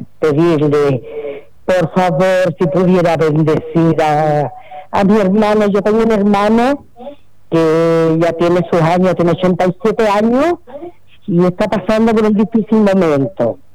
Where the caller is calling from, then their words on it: Graneros, O'Higgins, Chile; soy escoterráneo de mi tierra, de Graneros.